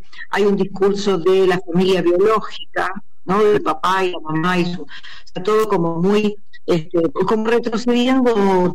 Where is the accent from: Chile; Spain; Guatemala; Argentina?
Argentina; Rosario, Santa Fe; moved away; en Rosario, de donde vengo, en Argentina